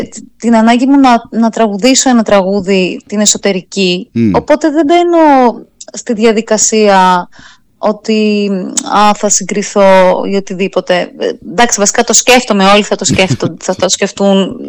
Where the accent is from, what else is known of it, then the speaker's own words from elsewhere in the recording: Thessaloniki, Central Macedonia, Greece; moved away as an adult; now in Athens, Greece; Γεννήθηκε και μεγάλωσα στη Θεσσαλονίκη, λοιπόν. Ήρθα στην Αθήνα να σπουδάσω θεατρολογία, θεατρικών σπουδών.